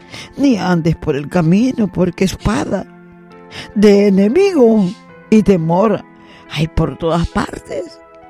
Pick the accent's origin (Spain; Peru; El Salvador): El Salvador; de mi país, El Salvador